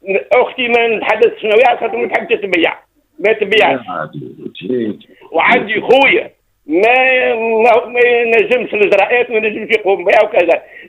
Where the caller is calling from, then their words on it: Jendouba, Jendouba Governorate, Tunisia; من جندوبة